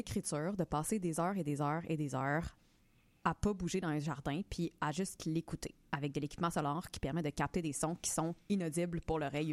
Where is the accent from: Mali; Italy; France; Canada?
Canada; Quebec City, Quebec; je viens de Québec.